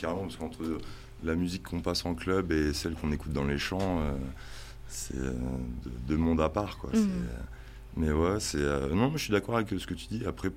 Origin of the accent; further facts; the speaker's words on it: Mer, Centre-Val de Loire, France; also born or lived in Suèvre; moi aussi je suis de Mer. Donc on est de la même commune.